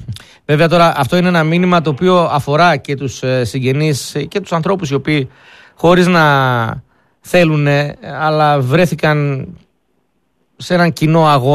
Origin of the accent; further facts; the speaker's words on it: Greece; ως Έλληνες, γιατί τέτοιοι είμαστε ως ιδιοσυγκρασία αιώνες τώρα.